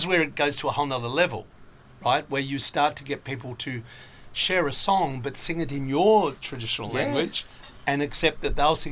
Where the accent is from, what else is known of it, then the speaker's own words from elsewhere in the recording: Australia; here we are as Australians. There's a lot of Australians like me